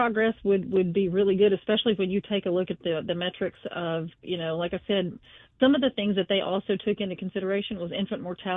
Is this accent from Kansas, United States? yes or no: no; Mississippi, United States; moved away; my home state, which is last. You know, shout out to Mississippi.